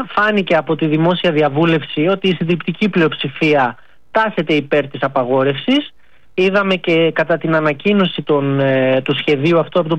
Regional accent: Crete, Greece; now in London, United Kingdom; είμαι από Κρήτη

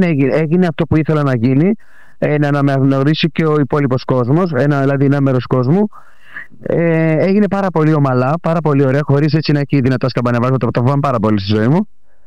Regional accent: Piraeus, Attica, Greece; born there; Γεννήθηκα στην Πειραιά, η καταγωγή μου είναι από την Κρήτη.

